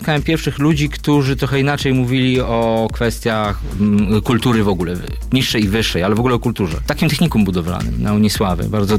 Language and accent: Polish; Nowogard, West Pomeranian Voivodeship, Poland; Pochodzę z małego miasteczka na Pomorzu Zachodnim, z Nowogardu. Tam było kino, jest do dzisiaj, chociaż w remoncie dzisiaj, kino Orzeł, które dostarczało nam jako nastoletnim dzieciakom oczywiście tych filmowych przygód